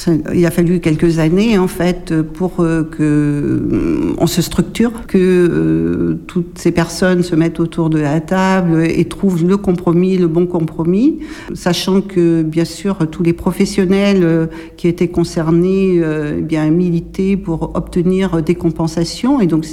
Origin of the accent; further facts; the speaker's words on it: Chasseneuil, Nouvelle-Aquitaine, France; je suis originaire de Chasseneuil, qui est une commune à côté. Je n'étais pas très loin. Par contre, j'ai été amenée à travailler sur ce territoire, à y avoir ma propre maison.